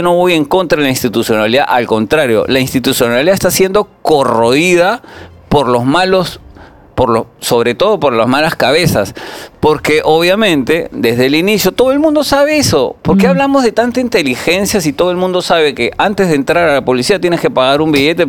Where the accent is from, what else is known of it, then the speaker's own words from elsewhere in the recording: Tumbes, Peru; Yo vengo de Tumbes y en Tumbes hay 100% organizaciones criminales